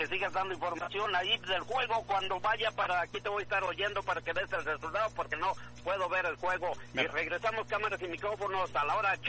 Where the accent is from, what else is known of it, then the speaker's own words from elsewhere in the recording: Mexico; now in United States; Yo, México, no lo cambio por nada del mundo. Sigo siendo mexicano.